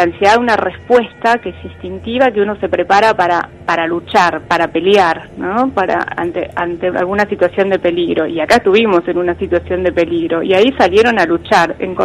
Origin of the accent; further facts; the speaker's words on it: Argentina; nos sigue identificando como argentinos